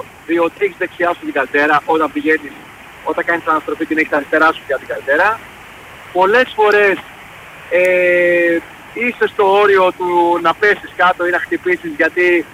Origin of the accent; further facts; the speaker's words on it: Lechaina, Western Greece, Greece; Διότι μεγάλωσα στα Λεχενά, ήταν ο πατέρας μου τότε στην πολεμική αεροπορία στην Αντραβίδα